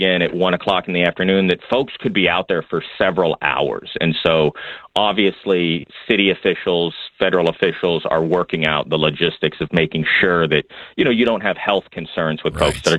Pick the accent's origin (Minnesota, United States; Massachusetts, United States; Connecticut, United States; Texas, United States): Texas, United States; I grew up in Texas. I'm aware of what Bucky's is.